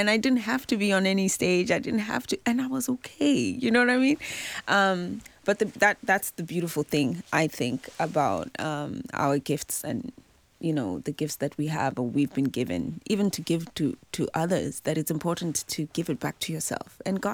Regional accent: South Africa; growing up in South Africa

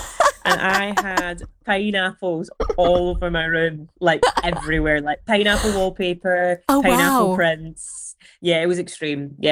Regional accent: Glasgow, Scotland, United Kingdom; I grew up in Glasgow, but Italian heritage.

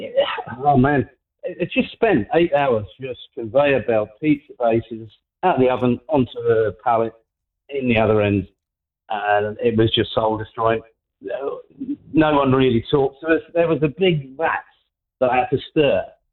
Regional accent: Bedford, East of England, United Kingdom; moved away as an adult; now in Teesside, United Kingdom; As you can tell, not an original Teesider, Gather. I was originally from Bedford, but I moved up 22 years ago.

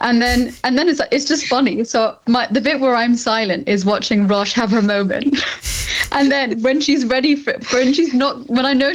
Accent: Australia; also born or lived in Saudi Arabia; now in United Kingdom; So I was born in Saudi Arabia, then I moved to Australia, then I moved to the UK.

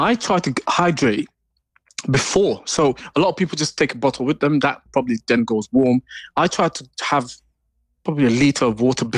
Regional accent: London, United Kingdom; And I'm a Londoner.

